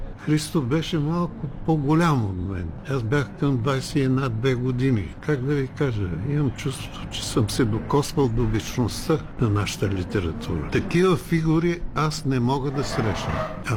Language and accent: Bulgarian; Pleven, Pleven Province, Bulgaria; аз съм от Дунавската равнина, аз съм от град Плевен